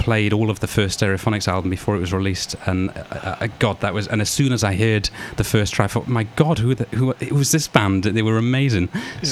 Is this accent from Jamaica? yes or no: no; Blackwood, Wales, United Kingdom; my hometown of Blackwoods